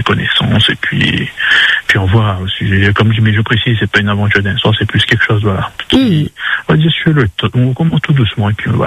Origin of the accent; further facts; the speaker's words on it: Réunion; comme j'ai dit, je suis du Nord, donc, mais après, je me ferme pas sur les autres secteurs de la Réunion.